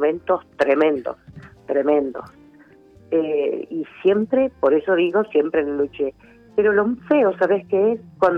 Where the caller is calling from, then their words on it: Junín, Buenos Aires Province, Argentina; de Junín.